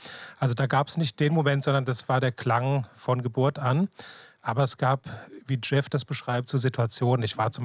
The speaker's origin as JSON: {"language": "German", "country": "Germany", "said": "Ich bin aus der Mainz-Frankfurter Ecke."}